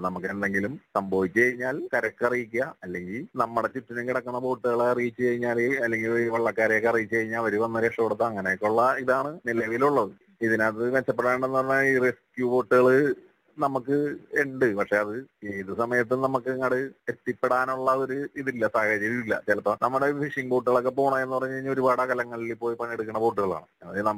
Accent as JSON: {"language": "Malayalam", "town": "Munambam", "region": "Kerala", "country": "India", "tie": "born or raised there", "said": "ഞാൻ മുനമ്പ സ്വദേശിയാണ്."}